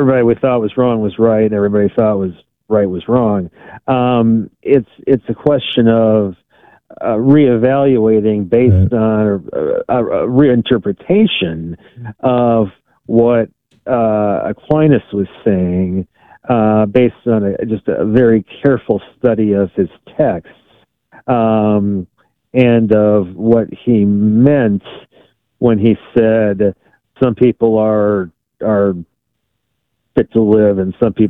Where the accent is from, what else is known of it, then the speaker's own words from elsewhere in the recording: Wisconsin, United States; My home state, Wisconsin, hasn't had the death penalty since sometime in the 1800s.